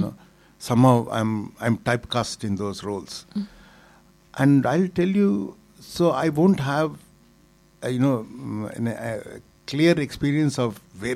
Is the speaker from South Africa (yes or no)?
no; South India, India; And because I'm South Indian, and you know, if somebody touches the feet, you feel uncomfortable.